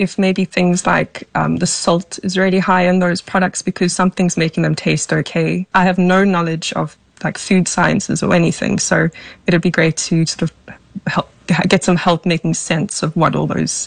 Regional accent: Port Elizabeth, Eastern Cape, South Africa; now in London, United Kingdom; I am a senior tutor and I work in London, and I'm originally from South Africa, a small city called Port Elizabeth.

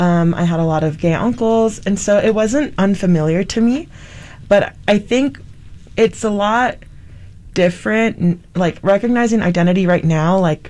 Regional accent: Hawaii, United States; I didn't grow up in Utah. I was born and raised in Hawaii, and I grew up LDS

